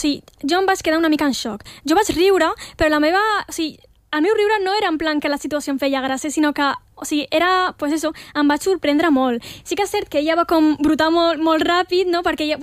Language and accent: Catalan; L'Hospitalet de Llobregat, Catalonia, Spain; born there; Jo sempre dic que soc nascuda aquí. De fet, he nascut a l'Hospitalet de Llobregat, així que catalana i d'origen marroquí.